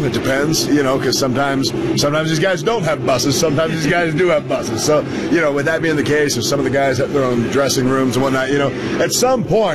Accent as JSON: {"language": "English", "region": "Maryland", "country": "United States", "said": "No, I'm actually from Maryland."}